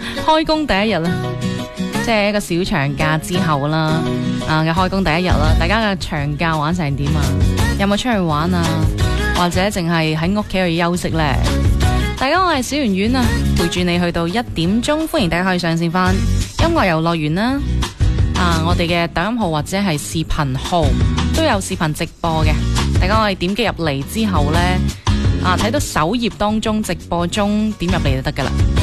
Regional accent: Guangdong, China; 相信对我哋广东人嚟讲係好有情结嘅。

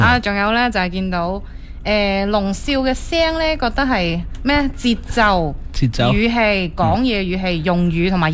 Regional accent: Guangdong, China

